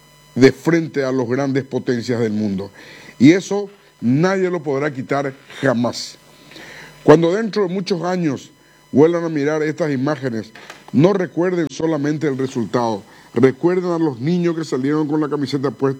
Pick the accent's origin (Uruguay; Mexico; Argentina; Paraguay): Paraguay; cada rostro desencajado al final del partido nos recordó quiénes somos como paraguayos